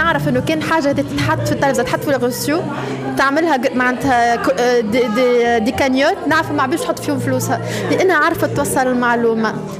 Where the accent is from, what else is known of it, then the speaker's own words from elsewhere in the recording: Tunisia; أنت كتونسية